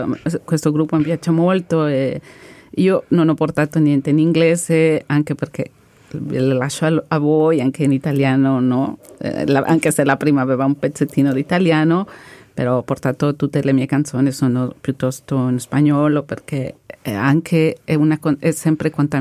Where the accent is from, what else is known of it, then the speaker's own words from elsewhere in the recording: Mexico; Italian is a second language; moved away; essendo messicana, del continente americano, siamo molto, molto mischia, no? Siamo già, io ho un nonno francese, spagnolo, dunque è indigene anche, azteche